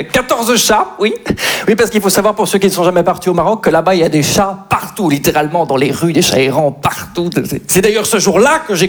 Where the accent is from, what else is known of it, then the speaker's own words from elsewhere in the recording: Belgium; Pour ceux qui ne me connaissent pas, voilà … je suis belge.